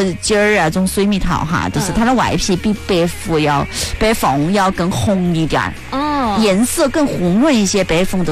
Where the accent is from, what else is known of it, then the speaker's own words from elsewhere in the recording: China; 我们中国人